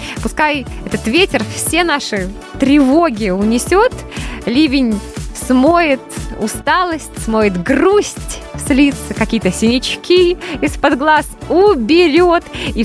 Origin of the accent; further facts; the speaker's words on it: Belarus; Не сдаваться, мы же белорусы.